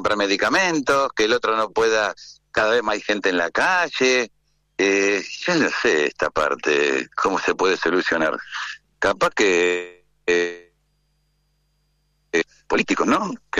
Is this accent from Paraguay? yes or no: no; Buenos Aires, Argentina; moved away as an adult; now in Spain; yo soy de Villa del Parque sí.